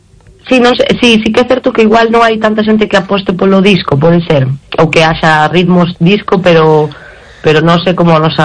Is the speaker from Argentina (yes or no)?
yes; Argentina; A verdade que sí, sí, porque aparte de cada unha de un sitio … veño da Argentina